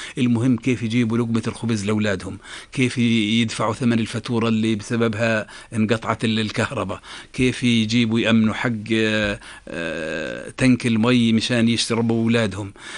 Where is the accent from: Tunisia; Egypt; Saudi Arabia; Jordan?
Jordan; أنا كان يعجبني أنه عندنا في الأردن يعني زي ما تقول مجلس للتوجيه الوطني.